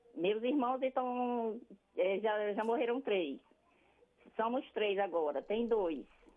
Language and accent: Portuguese; Balsas, Maranhão, Brazil; moved away; also born or lived in Passo Fragoso, Maranhão / Castanhal, Pará / Belém, Pará; Fui criada em Balsas. De Balsas, eu fui para Castanhal, no Pará. De Castanhal fui para Belém, de Belém estou aqui.